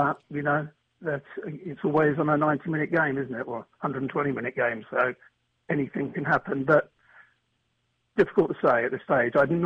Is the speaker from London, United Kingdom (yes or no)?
yes; London, United Kingdom; Well, because, actually, I was brought up in London, mm-hmm. I'm a Chelsea fan.